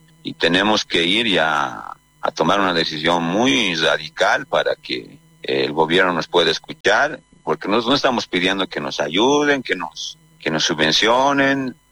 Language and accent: Spanish; Bolivia; somos mismos bolivianos